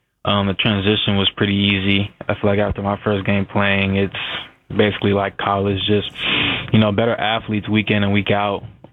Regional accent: Arizona, United States; I'm really playing for my hometown team.

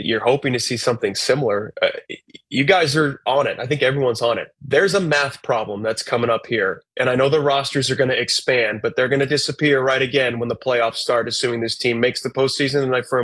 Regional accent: Massachusetts, United States; accent: Boston; For the thousands of listeners, they don't want to hear my crappy Boston accent.

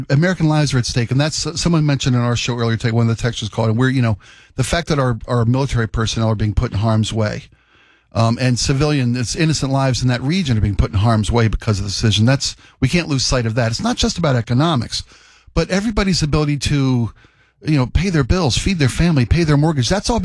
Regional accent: Ireland; Mm-mm, I'm Irish. We don't have that.

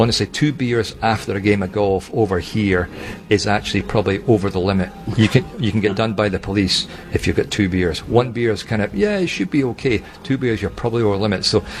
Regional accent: St Andrews, Scotland, United Kingdom; Born and raised in St Andrews.

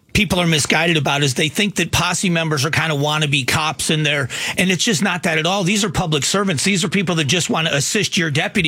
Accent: Florida, United States; I grew up on airboats. I grew up in Florida. I've been on airboats most of my life.

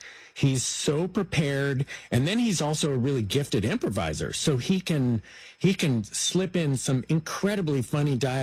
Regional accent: Oakland, California, United States; born there; I was born in Oakland.

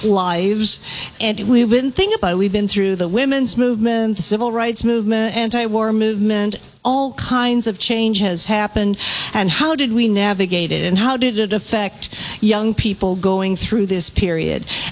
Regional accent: Hawaii, United States; now in Seattle, United States; growing up in Hawaii

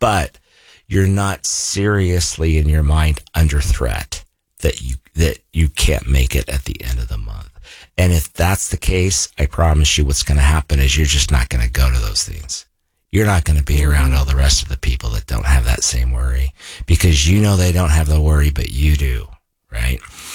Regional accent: Idaho, United States; Growing up in Idaho, we had a restaurant

